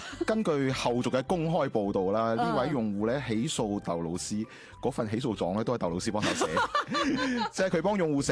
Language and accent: Cantonese; Guangdong, China; 哦，即系我哋广东人讲嘅老作。